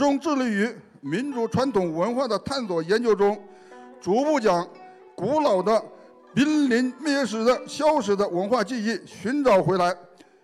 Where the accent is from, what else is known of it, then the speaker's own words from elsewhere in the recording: Hulunbuir, Inner Mongolia, China; 达尔族。我出生于内蒙古呼伦贝尔大兴安岭林区的猎民家庭